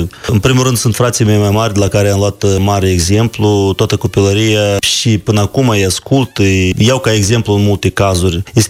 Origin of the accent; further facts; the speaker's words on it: Bălți, Moldova; born there; Noi ne-am născut în Bălți, dar originile se trag din satul Grinăuți, raionul Rășcani, este la 10 km de orașul Bălți.